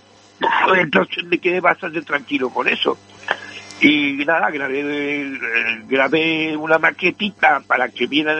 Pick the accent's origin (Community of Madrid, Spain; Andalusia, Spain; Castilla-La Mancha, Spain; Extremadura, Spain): Community of Madrid, Spain; Madrid; born there; cuando llegué aquí de vuelta, pues, nací en Madrid, cuando yo llegué de vuelta aquí en el año 68